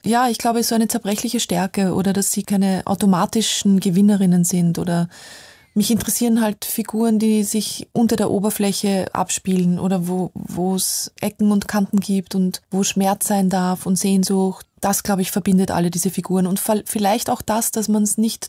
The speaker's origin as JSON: {"language": "German", "country": "Austria", "tie": "born or raised there", "said": "Ich bin an der Donau groß geworden"}